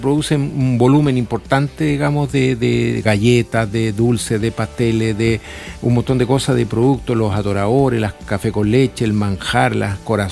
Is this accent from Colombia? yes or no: no; La Serena, Coquimbo, Chile; Nacido y criado en La Serena, sí señor.